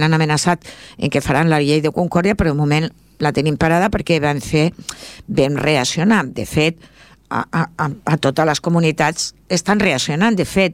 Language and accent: Catalan; Extremadura, Spain; parlo per Extremadura, que és la que més coneixo perquè sóc extremenya i estic en una associació a Extremadura, no?